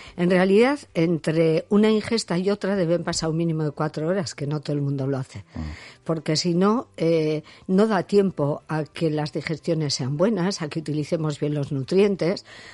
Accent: Serantes, Basque Country, Spain; born there; como en mi pueblo, hasta el Serantes

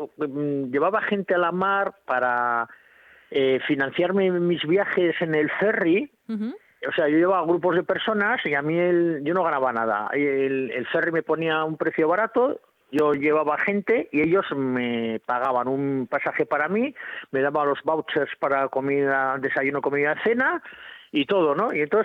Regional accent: Bilbao, Basque Country, Spain; que lo cogí porque yo soy muy muy de Bilbao, y entonces de ahí me fui a trabajar a un pesquero 4 años

